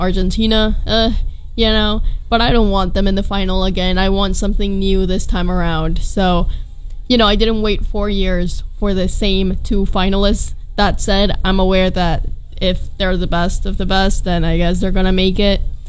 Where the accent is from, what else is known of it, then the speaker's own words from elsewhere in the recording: Mexico; moved away; I grew up in Mexico and everybody knows about football.